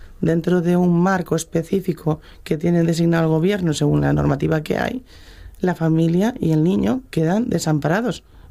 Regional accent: Navia, Asturias, Spain; Yo vengo de Navia.

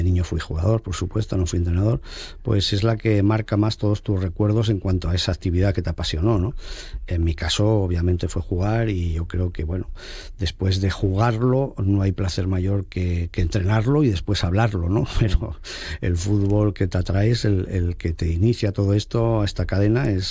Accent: Asturias, Spain; Yo soy asturiano, además he estado en los dos clubs

